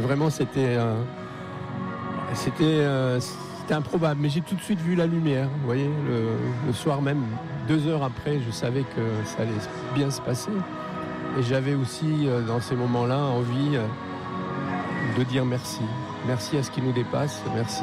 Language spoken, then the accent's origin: French; Hauts-de-France, France; born there; now in Lourdes, France; parce que moi je suis un migrant du Pas-de-Calais. Je suis né dans le Pas-de-Calais.